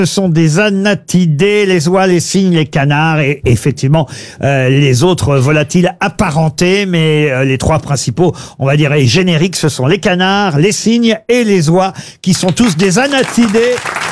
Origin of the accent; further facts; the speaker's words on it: France; Ben parce que effectivement, c'est ça se passe pas chez nous en France